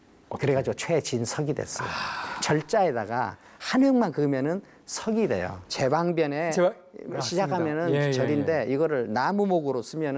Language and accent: Korean; Hampyeong, South Jeolla, South Korea; also born or lived in Jangbyeongdo; 그 제가 그 이 이제 고향은 한평인데.